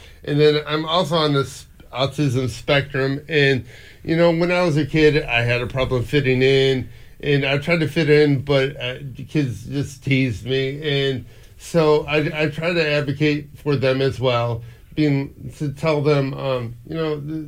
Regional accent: Bowling Green, United States; I was born in Bowling Green

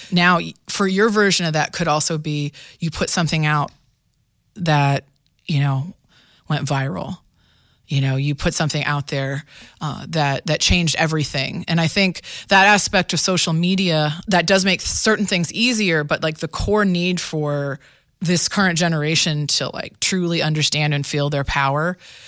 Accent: Mansfield, Ohio, United States; I'm from Mansfield, Ohio, and my histories are from this area

